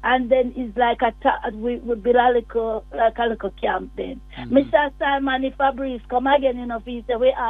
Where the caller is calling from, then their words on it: Westmoreland, Jamaica; I'm calling from Westmoreland.